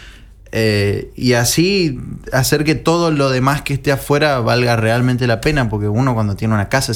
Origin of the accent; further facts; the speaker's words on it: Corrientes, Argentina; Vos sabés que me pasa mucho que yo quiero mucho a esta ciudad, quiero mucho a mi ciudad, a lo que pasa acá adentro